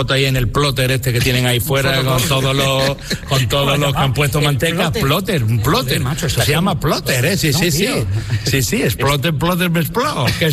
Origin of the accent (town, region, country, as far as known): Jerez de la Frontera, Andalusia, Spain